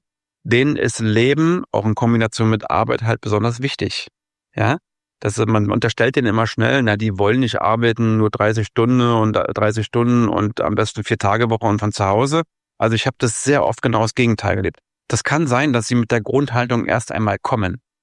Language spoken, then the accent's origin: German; Germany; Und da sind wir irgendwie als Deutsche ein bisschen stehen geblieben.